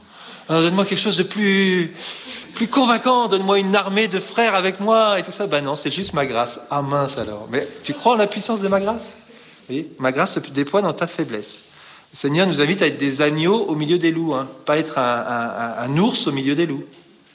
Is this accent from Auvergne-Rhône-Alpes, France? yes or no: no; Brittany, France; Et puis moi, je suis breton, donc je dirais, ben moi, je vois le cidre